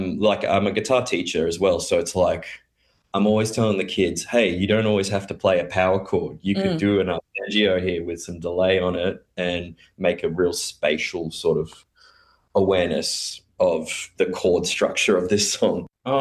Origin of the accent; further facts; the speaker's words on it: Gold Coast, Queensland, Australia; growing up on Gold Coast and being someone like me